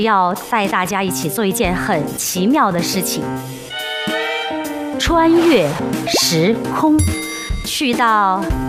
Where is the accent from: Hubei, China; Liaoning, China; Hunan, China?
Hubei, China; 我来自美丽的湖北省恩施土家族苗族自治州。我也是土家族，咱们就是个山区，是一个少数民族的聚居地。